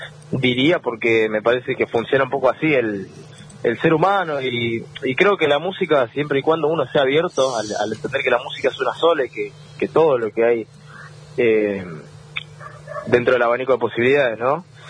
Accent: Bahía Blanca, Buenos Aires Province, Argentina; now in Buenos Aires, Argentina; yo soy oriundo de acá, de Bahía Blanca. Actualmente vivo en Capital Federal.

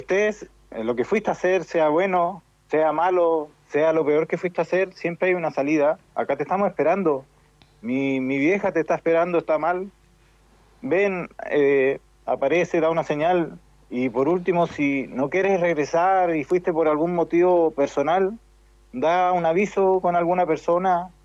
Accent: Chile

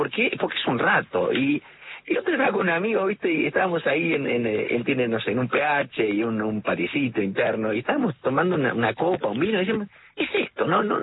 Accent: Rafaela, Santa Fe, Argentina; also born or lived in La Plata; yo soy de Rafaela, digo, ¿viste? Aun cuando no haya nacido en Rafaela. Pero es un poco el pago chico mío.

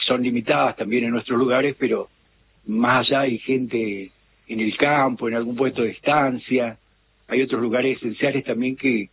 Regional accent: Río Mayo, Chubut, Argentina; no soy nacido acá, pero toda la vida aquí en nuestro lugar

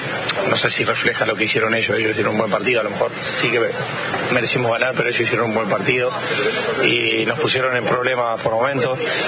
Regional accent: Argentina; Dirán que porque soy argentino lo digo, pero muy difícil.

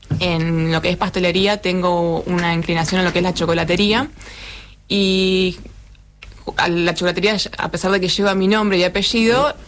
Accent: Ushuaia, Tierra del Fuego, Argentina; Sí, nací y criada en Ushuaia.

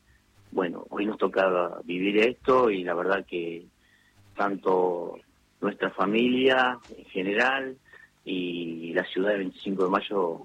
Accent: 25 de Mayo, Buenos Aires Province, Argentina; also born or lived in Pontevedra; Bueno, la 25 de mayo yo nací en Pontevedra, provincia de Buenos Aires, y en el año 70 mis padres compraron acá 25 de mayo, y bueno, del año 70 somos de 25 de mayo.

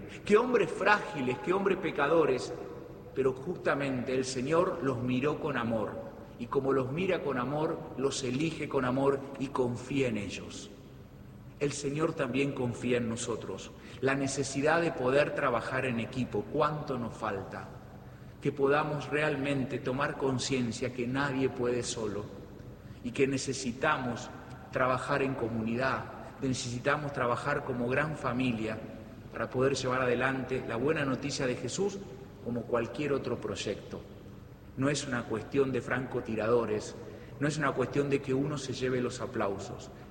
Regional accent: Argentina; como argentinos podamos reconstruir los vínculos

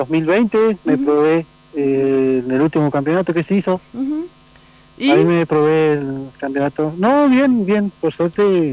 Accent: Ingeniero Jacobacci, Río Negro, Argentina; soy oriundo de Jacobacci.

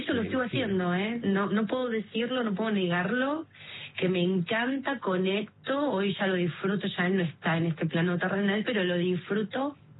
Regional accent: Banfield, Buenos Aires Province, Argentina; now in San Vicente, Argentina; Yo, zona sur. Yo me crié en Banfield, y ahora vivo acá en San Vicente, Canning

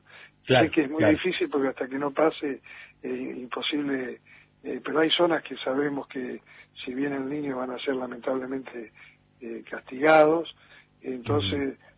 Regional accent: Argentina; es decir, no podemos permitirnos como argentinos, y esto no es una crítica a nadie porque hace años que estamos así

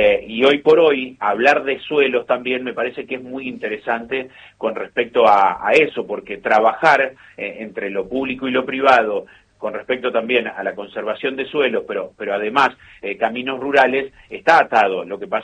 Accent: Buenos Aires Province, Argentina; born there; moved away; voy para mi pueblo, que en el partido de Lincoln

